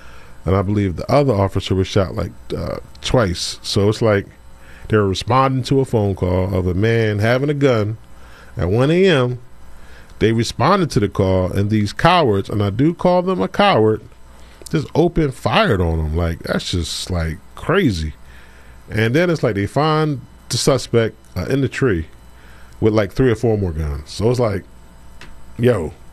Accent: Philadelphia, Pennsylvania, United States; I'm from, born and raised in West Philadelphia

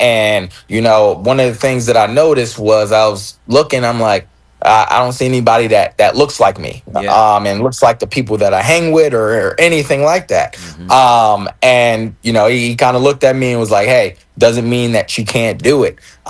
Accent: Philadelphia, Pennsylvania, United States; So born and raised in Philadelphia

